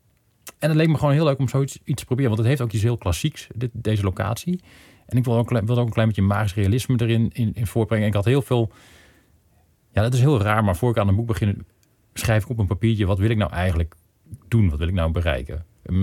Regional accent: Flevoland, Netherlands; Het ging over de Flevopolder waar ik ben opgegroeid.

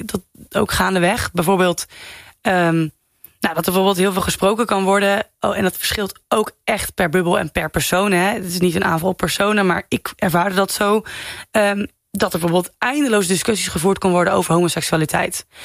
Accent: Veenendaal, Utrecht, Netherlands; also born or lived in Ede; Er is heel veel meer dan Ede en Veenendaal waar ik vandaan kom.

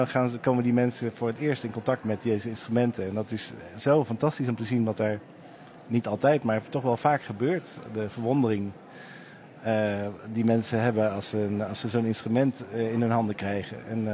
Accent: Rheden, Gelderland, Netherlands; Ja, dit is mijn geboortegrond. En dat is eigenlijk een reden geweest om in Rheden een festival te gaan beginnen.

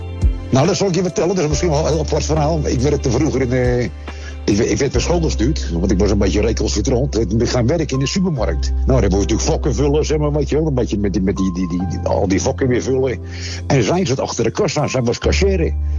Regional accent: Rotterdam, South Holland, Netherlands; born there

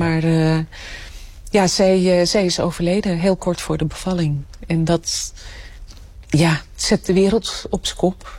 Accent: Egmond, North Holland, Netherlands; born there; moved away as an adult; En in het weekend ging ik terug naar Egmond, mijn geboorteplaats.

